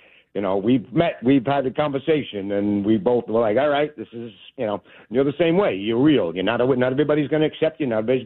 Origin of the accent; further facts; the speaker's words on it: New York City, New York, United States; I'm from Staten Island.